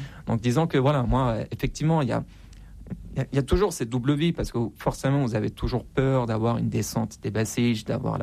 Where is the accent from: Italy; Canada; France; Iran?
Iran; Moi, j'ai grandi en Iran sous Ahmadinejad, Khatami, Rouhani, donc des présidents conservateurs et réformateurs.